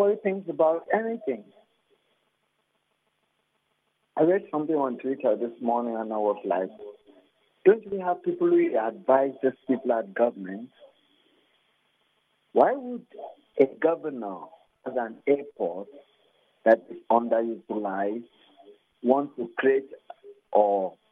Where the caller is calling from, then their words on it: Nigeria; I'm calling from Rukoko.